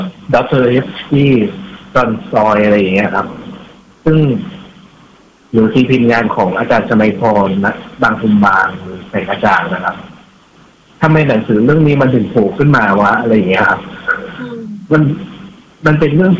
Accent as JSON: {"language": "Thai", "area": "Chiang Kham district", "region": "Phayao", "country": "Thailand", "tie": "born or raised there", "said": "จริงๆแล้วผมเป็นคนพะเยาอำเภอจอกคำใต้จุดกำเนิดนะผมก็จะพูดภาษาเหนือครับ"}